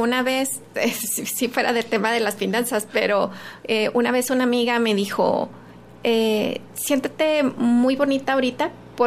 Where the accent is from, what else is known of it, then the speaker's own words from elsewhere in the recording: Ciudad Juárez, Chihuahua, Mexico; vivido aquí, en Ciudad Juárez. Me encanta Ciudad Juárez